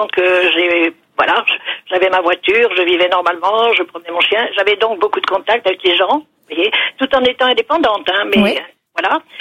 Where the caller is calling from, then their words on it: Chartres, Centre-Val de Loire, France; De Chartres.